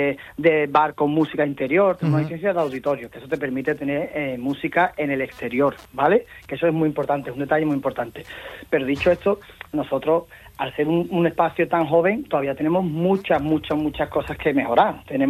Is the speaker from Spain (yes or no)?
yes; Cádiz, Andalusia, Spain; somos gente de Cádiz y queremos caminar.